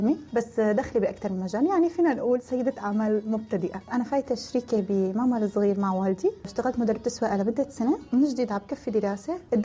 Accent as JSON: {"language": "Arabic", "country": "Syria", "moved": "as an adult", "lives_now": "Turkey", "said": "أنا طلعت من سوريا مثل كل مواليد التسعينات، ما قدرت كفي جامعتي، أخذت البكالوريا، طلعت لتركيا، ووالدي خاف علي أول ما جيت على تركيا"}